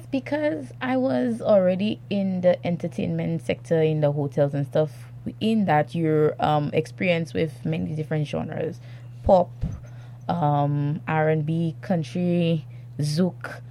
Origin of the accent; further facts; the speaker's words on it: Castries, St. Lucia; I am from Mondido.